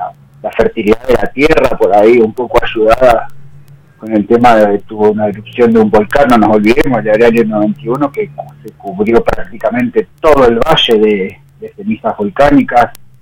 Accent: Río Gallegos, Santa Cruz, Argentina; moved away as an adult; now in Los Antiguos, Argentina; viviendo acá en la localidad ya hace unos 4 años, 3 años para 4. Yo soy oriundo de Río Gallegos.

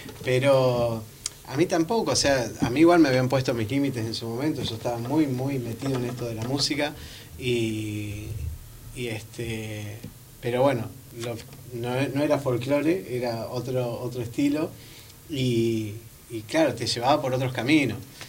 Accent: Río Gallegos, Santa Cruz, Argentina; somos gallegos

